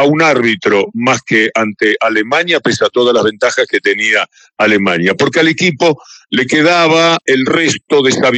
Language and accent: Spanish; Uruguay; Yo, en tanto argentino, soy uruguayo, pero en tanto argentino me planteo inmediatamente qué es lo que ha pasado.